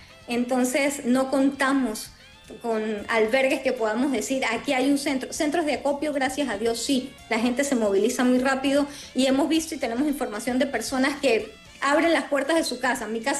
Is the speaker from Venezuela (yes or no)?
yes; Venezuela; nosotros como venezolanos no tenemos una cultura tal vez como la tienen ustedes en Chile